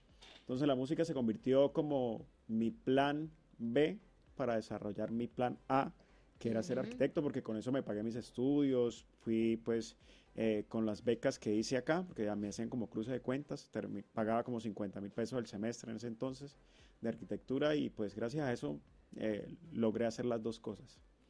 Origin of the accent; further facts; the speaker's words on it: Cúcuta, Norte de Santander, Colombia; yo soy cucuteño, mi papá es de Ábrego, mi mamá es de Cúcuta